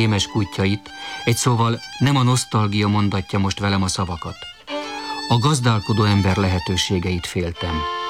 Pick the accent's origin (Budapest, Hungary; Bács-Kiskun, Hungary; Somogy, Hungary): Bács-Kiskun, Hungary; Tiszakécske; born there; Tanyán születtem. Ókécske határában, Árkusdűlőn.